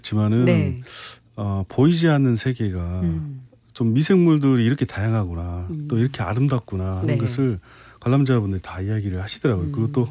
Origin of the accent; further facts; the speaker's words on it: Damyang, South Jeolla, South Korea; 담양인데, 저는 어렸을 때 어떻게 보면 평야만 있는 그런 그 삼질이라는 마을, 삼지천이 이런 마을에 태어났는데요. 산도 없고 난장판인 거예요.